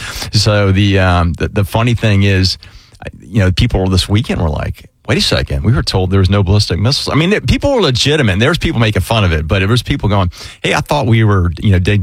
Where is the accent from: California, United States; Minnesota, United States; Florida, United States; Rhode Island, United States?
Florida, United States; Orange Park; born or raised there